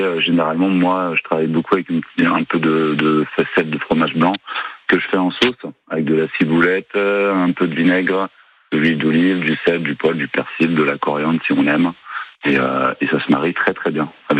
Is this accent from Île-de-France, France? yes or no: no; Lyon, Auvergne-Rhône-Alpes, France; now in La Capelle, France; Moi, je viens de Lyon à la base